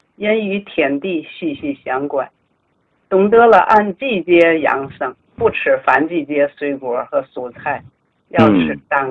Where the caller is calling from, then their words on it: Tianjin, China; 我来自天津市西青区，今年81岁，1946年出生，农历11月初七。